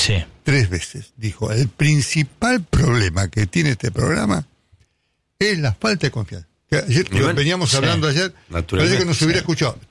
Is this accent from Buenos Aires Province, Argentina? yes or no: no; San Lorenzo, Santa Fe, Argentina; born there; Quiero que se llame San Lorenzo porque yo nací en San Lorenzo.